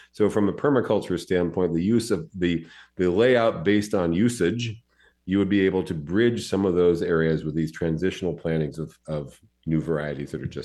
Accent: San Diego, California, United States; I grew up with these in San Diego.

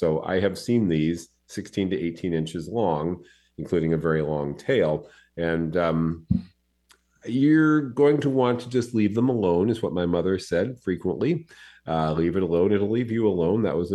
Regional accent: San Diego, California, United States; I grew up with these in San Diego.

